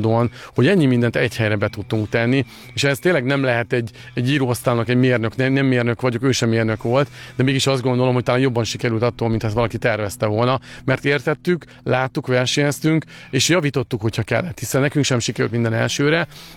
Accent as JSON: {"language": "Hungarian", "town": "Nyíregyháza", "region": "Szabolcs-Szatmár-Bereg", "country": "Hungary", "said": "Nyíregyháziként ugye ott nem volt jelen nagyon ez a sport, ezért Kecskemétre kellett mennünk a gokart pályára"}